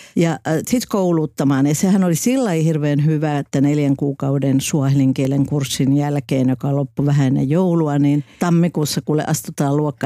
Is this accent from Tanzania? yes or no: yes; Kilimanjaro, Tanzania; Kaikki kysyy, mistä mä oon kotosi, niin mä sanon, että made in Kilimanjaro.